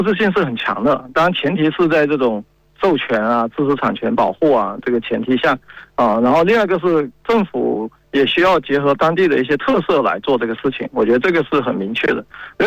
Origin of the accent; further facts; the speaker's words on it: Guangdong, China; 正好我是广东人，所以我对早茶是这个很有那个很亲切的啊。